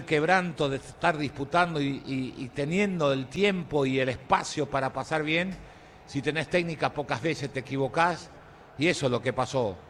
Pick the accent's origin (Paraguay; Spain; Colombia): Paraguay; Uno diría, como paraguayo, no nos gustó